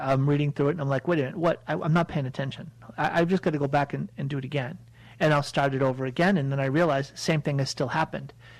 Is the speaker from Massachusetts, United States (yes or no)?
yes; Boston, Massachusetts, United States; I'm from Boston, and we